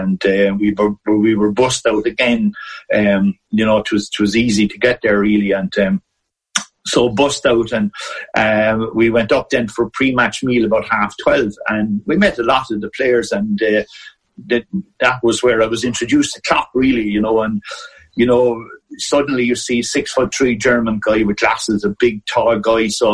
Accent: Wexford, Leinster, Ireland; where I was originally from Wexford, so we had the BBC over there, so we got all the soccer

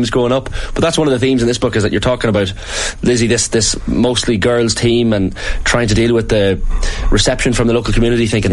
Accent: Monaghan, Ulster, Ireland; I'm from Monaghan, so maybe I don't have the same right to.

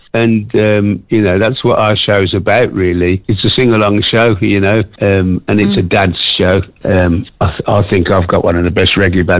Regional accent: Birmingham, West Midlands, United Kingdom; accent: Brummy; a lot of people didn't know what I was singing about because of my Brummy accent

